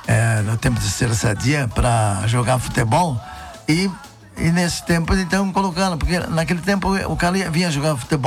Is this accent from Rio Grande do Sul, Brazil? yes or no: yes; Santa Maria, Rio Grande do Sul, Brazil; Lá em Boca do Monte, eu sou filho da Boca do Monte. Isso. Aliás, eu sou do Campestre, na Boca do Monte, né?